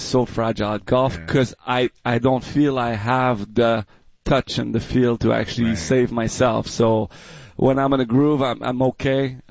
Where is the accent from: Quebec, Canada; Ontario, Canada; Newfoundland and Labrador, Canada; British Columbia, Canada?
Quebec, Canada; born or raised there; moved away